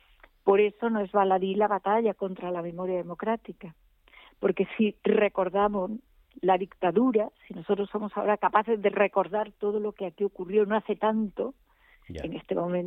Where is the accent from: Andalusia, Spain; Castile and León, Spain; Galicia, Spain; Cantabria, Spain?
Andalusia, Spain; Córdoba; en mi caso además como cordobesa, de recordar a Berroy en España y desde España.